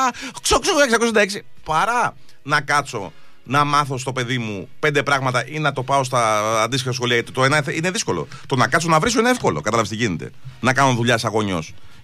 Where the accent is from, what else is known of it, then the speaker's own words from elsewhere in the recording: Greece; εγώ και εσύ που είμαστε Έλληνες